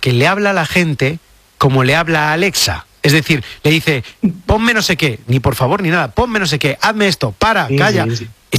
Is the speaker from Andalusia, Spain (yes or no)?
no; Galicia, Spain; hay una tapa protagonista que yo barro para mi tierra, La fiesta del pulpo de Ocarballiño, en Ourense